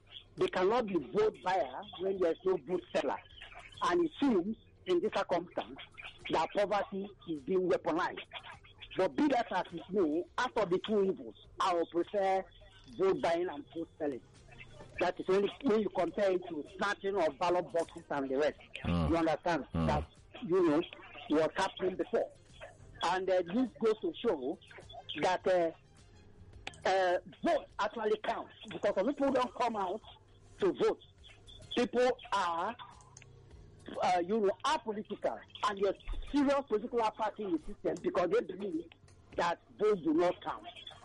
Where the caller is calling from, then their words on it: Abaranje, Ikotun, Lagos, Nigeria; I'm calling from Abanajo, Ikoto.